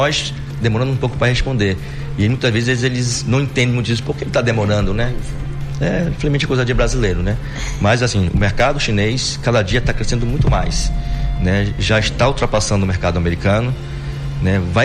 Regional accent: Brazil; now in Manaus, Brazil

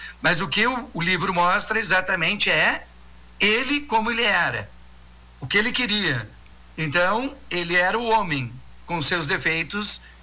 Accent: Caxias do Sul, Rio Grande do Sul, Brazil; eu sou de Caxias do Sul

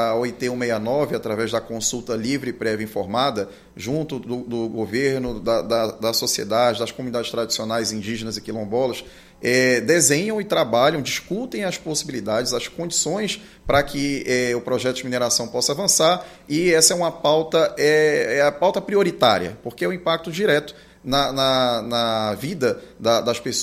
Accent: Pará, Brazil; nós como paraenses

